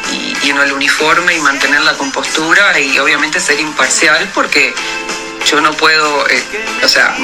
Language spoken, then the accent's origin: Spanish; Montevideo, Uruguay; moved away; also born or lived in Treinta y Tres, Uruguay; Era una bebita cuando ya regresamos a Montevideo. Me crié en Pocitos, en Cavia y Libertad, con mis abuelos, que en paz descanse, que ya fallecieron. Y después de ahí viví en El Cordón. Bien. Y en Malvin también.